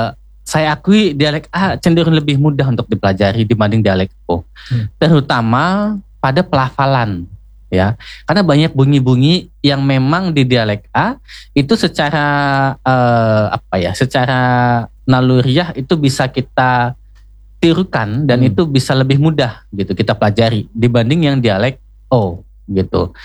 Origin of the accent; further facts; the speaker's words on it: Lampung, Indonesia; kita orang Lampung